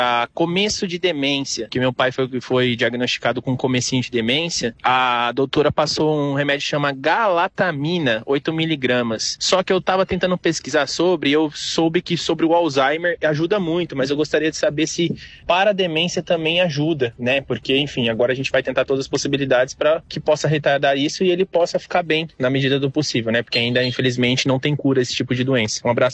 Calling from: Diadema, São Paulo, Brazil; sou daqui de Diadema.

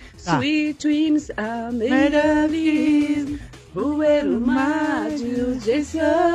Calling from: Poá, São Paulo, Brazil; Aqui quem fala é

